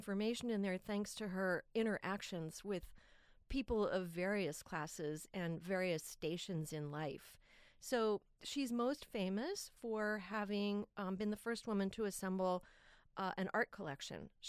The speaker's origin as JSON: {"language": "English", "region": "Midwest", "country": "United States", "said": "You know, I came from the Midwest."}